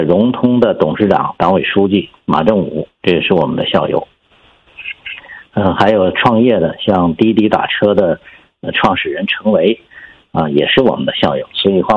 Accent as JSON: {"language": "Chinese", "town": "Songyuan", "region": "Jilin", "country": "China", "said": "我是吉林松原人。"}